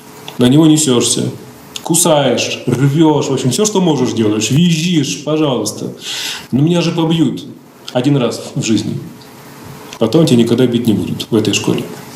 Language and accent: Russian; Komsomolsk-on-Amur, Khabarovsk Krai, Russia; Я вырос в Комсомольске-на-Амуре.